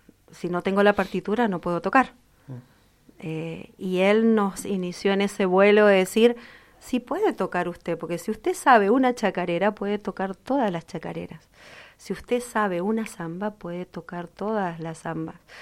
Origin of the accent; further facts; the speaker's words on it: Argentina; En algo, como argentinos tenemos, descollamos.